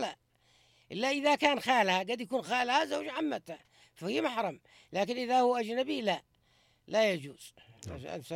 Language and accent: Arabic; Yemen; إحنا كم في اليمن؟ إحنا 40 مليون